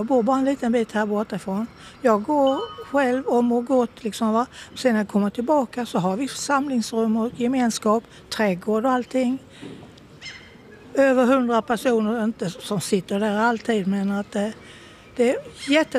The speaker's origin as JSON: {"language": "Swedish", "town": "Halmstad", "region": "Halland County", "country": "Sweden", "tie": "born or raised there", "also_born_or_lived": "Skåne", "said": "Jag är skåning, född skåning. Men jag är uppväxt här i Halmstad."}